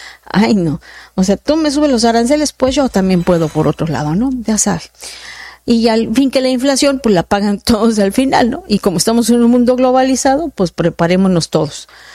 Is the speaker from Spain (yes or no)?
no; Mexico; nosotros como mexicanos